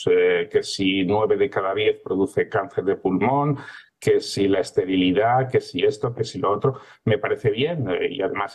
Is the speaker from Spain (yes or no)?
yes; Madrid, Community of Madrid, Spain; soy de Madrid y vivo en Madrid